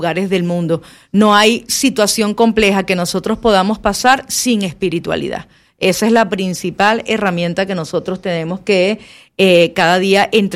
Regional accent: Venezuela; moved away; como venezolanas tenemos ese trauma que pasó hace poco

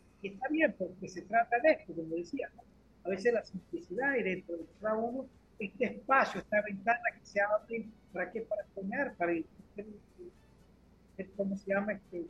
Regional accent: Santiago de Veraguas, Veraguas, Panama; moved away; also born or lived in Rome / Florence; Yo soy un sobreviviente, porque yo nací en Santiago de Veragua, donde no había escuela de Bellas Artes.

